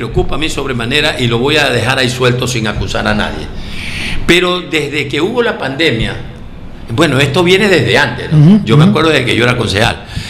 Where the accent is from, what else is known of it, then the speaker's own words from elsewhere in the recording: Manta, Manabí, Ecuador; Yo nací en Manta, en el barrio Cristo Rey, pues. Uh-huh. En la parroquia Tarque, ahí me crié.